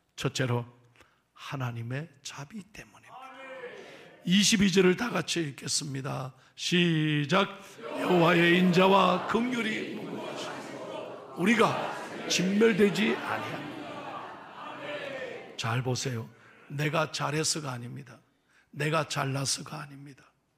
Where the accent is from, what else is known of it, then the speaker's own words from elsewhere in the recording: Busan, South Korea; also born or lived in United States; now in Pohang, South Korea; 저는요 평생 바닷가에서 태어나서 부산 영도가 제 영 아일랜드, 영도가 제 고향이에요. 바닷가를 보고 자랐어. 그리고 저는 17년 미국에서 태평양 바다를 보고 살았어요.